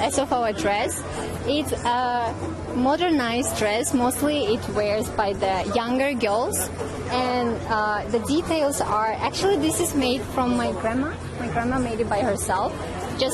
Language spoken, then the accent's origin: English; Kyrgyzstan; English is a second language; moved away as an adult; now in Taiwan; 我是吉尔吉斯人，我是朝阳的学生。